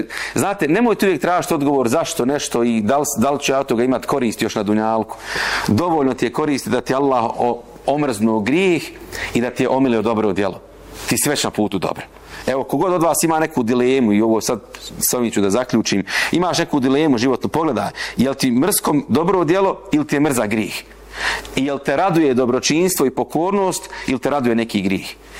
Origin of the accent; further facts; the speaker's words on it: Bosnia & Herzegovina; ja sam Bošnjak i Bosanac, ja sam musliman u vjerskom smislu, znam i ko sam i šta sam.